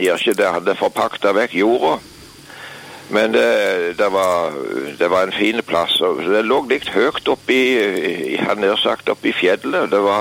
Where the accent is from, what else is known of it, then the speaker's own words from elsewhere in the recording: Varhaug, Rogaland, Norway; Men jeg husker hjemme på Varhaus